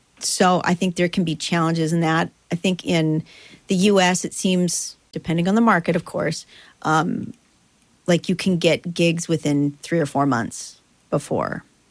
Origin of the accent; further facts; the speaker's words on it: United States; moved away as an adult; now in Denmark; the U.S. because that's my home turf